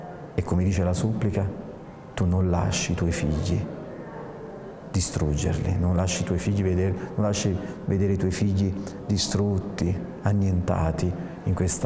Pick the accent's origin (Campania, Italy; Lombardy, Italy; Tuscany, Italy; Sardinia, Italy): Campania, Italy; Naples; Io sono molto devoto, da buon napoletano, non voglio tralasciare la Madonna di Pompei, no?